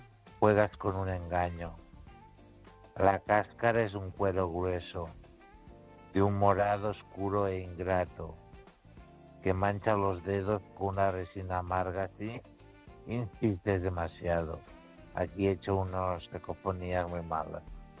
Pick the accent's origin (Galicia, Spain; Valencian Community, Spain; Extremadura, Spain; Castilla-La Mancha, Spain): Galicia, Spain; Ourense; La verdad es que … de Orense.